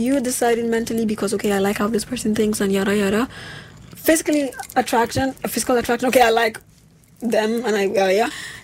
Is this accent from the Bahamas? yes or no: no; Nigeria; now in Germany; There's still a lot of things to learn as a Nigerian living in Germany, because the culture shocks are so different.